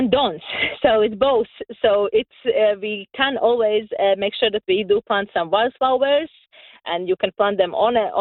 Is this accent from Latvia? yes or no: yes; Latvia; now in United Kingdom; I'm from Latvia, and my mom was a beekeeper. So I grew up with bees. And then when during pandemic, living here in UK